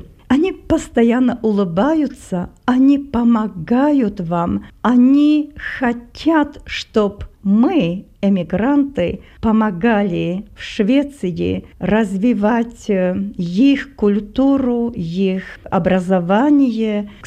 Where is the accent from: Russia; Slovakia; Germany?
Slovakia; Svidník, Prešov Region; Russian is a second language; moved away as an adult; после учебы в гимназии у меня в родном городе в Свиднике я поступила в университет